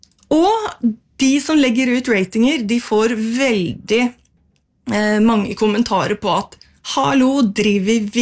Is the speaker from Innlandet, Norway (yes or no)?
no; Øvre Hallingdal, Buskerud, Norway; Nei, altså jeg har jo sydd nå en bunad med utgangspunkt I hjemstedet mitt, altså Øvre Hallingdal, cirka 1820.